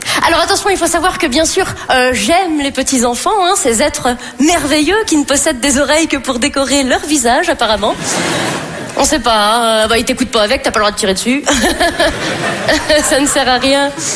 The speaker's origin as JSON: {"language": "French", "country": "France", "said": "moi je suis française"}